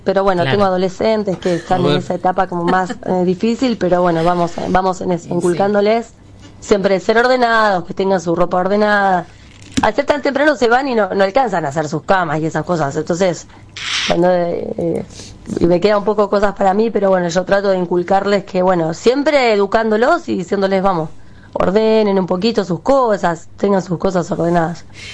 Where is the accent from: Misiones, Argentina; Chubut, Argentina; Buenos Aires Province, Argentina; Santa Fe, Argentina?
Buenos Aires Province, Argentina; Merlo; Yo de Merlo.